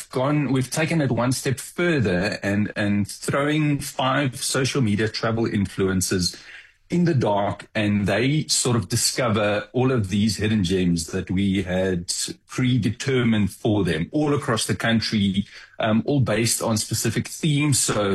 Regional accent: South Africa; I think being South African

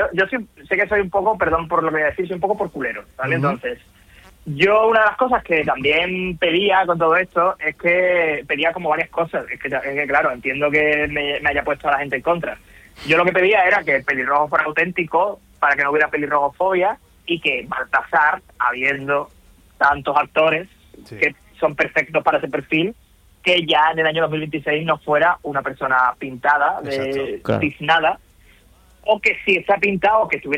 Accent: Chiclana de la Frontera, Andalusia, Spain; born there

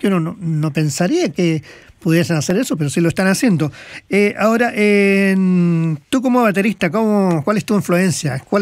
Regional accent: Chile; now in Australia; Ah, soy chileno.

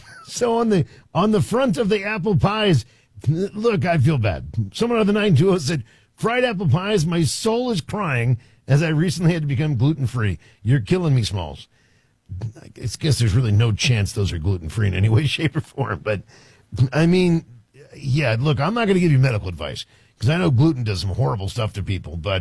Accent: East Coast, United States; So I grew up on the East Coast where we had Bob's Big Boy.

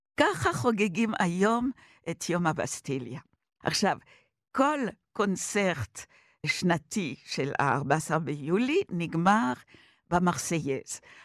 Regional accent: Paris, Île-de-France, France; אני צרפתיה בין צרפתים. יהודיה בוודאי, דתיה אגב. אני נולדתי בפריז למזלי, אני מאוהבת בפריז.

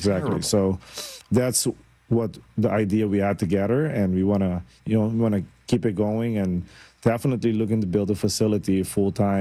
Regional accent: Curaçao; bringing back the tradition that how I grew up in Curacao.

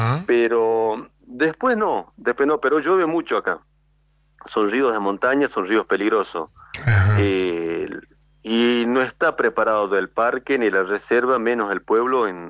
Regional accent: Los Toldos, Salta, Argentina; Yo le podría comentar porque tengo la suerte de ser de acá del lugar. Soy del Perú Toldo.

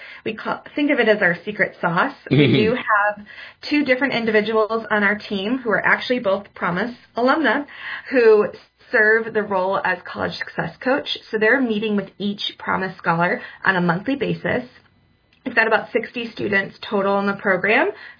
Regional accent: Michigan, United States; she'll be headed actually down to my hometown in Western Michigan University.

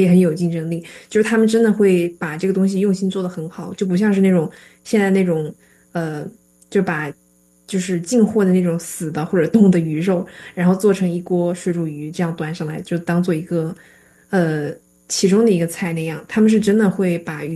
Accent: Chongqing, China; moved away; also born or lived in Sichuan; 因为首先我也是四川人

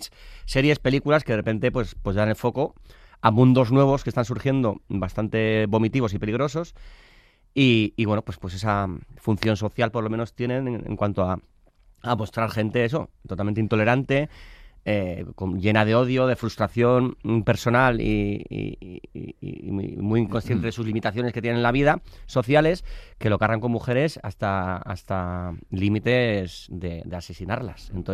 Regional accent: Basque Country, Spain; y yo soy muy friolero. Soy vasco, sí

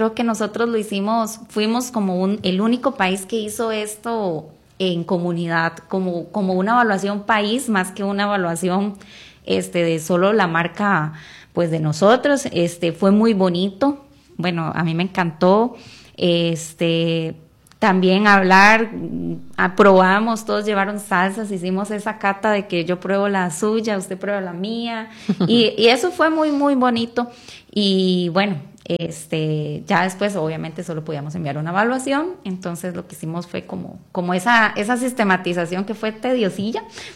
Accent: Costa Rica

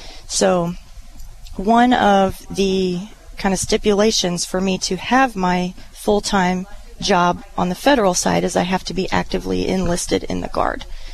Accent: Springfield, Illinois, United States; also born or lived in Lincoln, Illinois; now in Auburn, United States; I grew up here in Springfield and surrounding areas. I still live close. I live in Auburn.

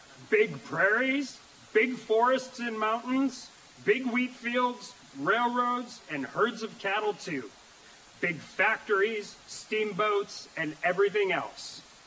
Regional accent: Dickinson, North Dakota, United States; I'm drawn to that 4th of July speech TR gave in my hometown.

